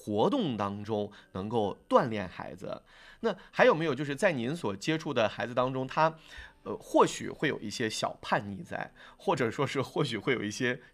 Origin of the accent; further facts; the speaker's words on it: Xingtai, Hebei, China; 介绍咱们家乡邢台的话